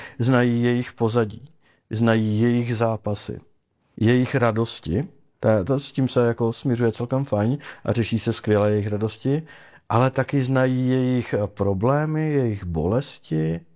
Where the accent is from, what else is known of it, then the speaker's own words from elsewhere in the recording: Moravian-Silesian Region, Czechia; jak bych tak u nás na Bruntálsku řekli, na férovku, bez obalu